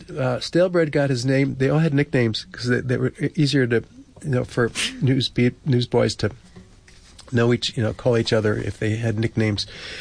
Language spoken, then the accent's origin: English; Colonia, New Jersey, United States; also born or lived in Newark; Anyway, born in Newark. I grew up in Colonia, New Jersey, which is Woodbridge Township in kind of central Jersey, in Middlesex County.